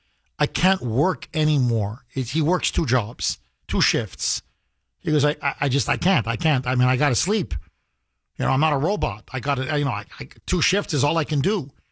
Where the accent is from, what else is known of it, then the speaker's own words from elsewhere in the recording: Massachusetts, United States; And I'm an American, born, raised on the Cape, 40 years.